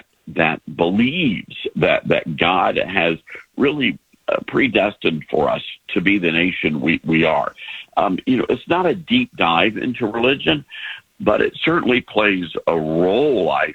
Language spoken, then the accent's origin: English; Memphis, Tennessee, United States; we did a book signing in Memphis, which is my hometown, at the Barnes & Noble.